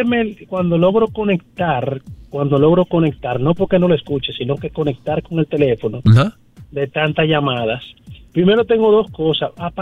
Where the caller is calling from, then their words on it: Santo Domingo, Distrito Nacional, Dominican Republic; Yo soy de Villajuana